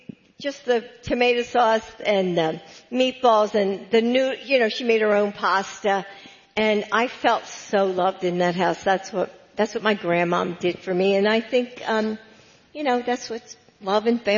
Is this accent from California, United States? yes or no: no; Pennsylvania, United States; But, you know, I grew up outside of Philly. I am a Philly girl. I love my Eagles and my Flyers and my Phillies.